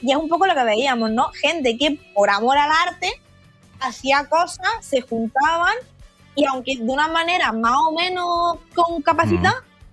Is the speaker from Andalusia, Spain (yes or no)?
yes; Jaén, Andalusia, Spain; now in Getafe, Spain; yo, por ejemplo, que soy de 2001, que soy de Jaén